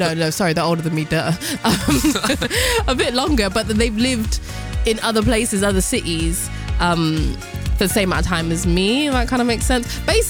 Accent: Birmingham, West Midlands, United Kingdom; accent: Bristolian; strong Bristolian accent, yet I've spent most of my life in Birmingham. So like, when I'm in Brum, that's my hometown, dog.

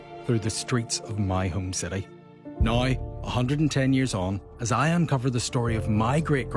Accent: Belfast, Northern Ireland, United Kingdom; Growing up in Belfast, I was surrounded by memorials to the Somme, but I never fully understood why a battle fought in France still echoes through the streets of my home city.

